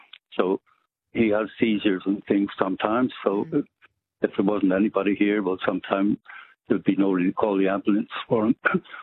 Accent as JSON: {"language": "English", "region": "Northern Ireland", "country": "United Kingdom", "said": "It's only because people think I'm Irish, but the Southern Irish talk very different from us and Northern Irish. So when you say Union Jack, I'd let them know we're a British old chap."}